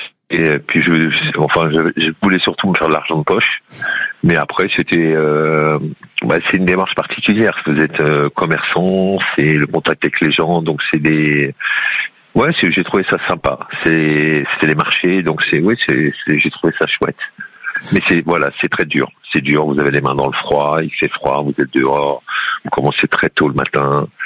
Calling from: Sèvres, Île-de-France, France; J'habite à Sèvres, à côté de Paris, dans la banlieue parisienne.

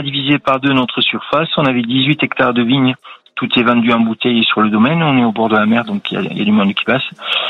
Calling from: Fitou, Occitanie, France; je suis situé à Fitou, c'est entre Narbonne et Perpignan, et au bord de la mer.

